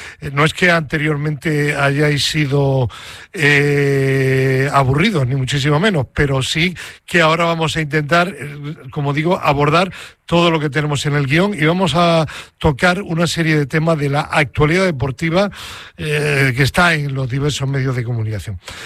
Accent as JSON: {"language": "Spanish", "town": "Granada", "region": "Andalusia", "country": "Spain", "lives_now": "Madrid, Spain", "said": "en mi tierra, en Granada"}